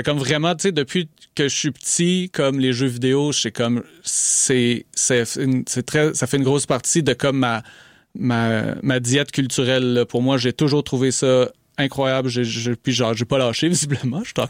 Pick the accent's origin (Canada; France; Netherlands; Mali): Canada; Montreal, Quebec; Alors, moi, je suis né à Montréal, pur Montréalais. J'ai habité toute ma vie ici.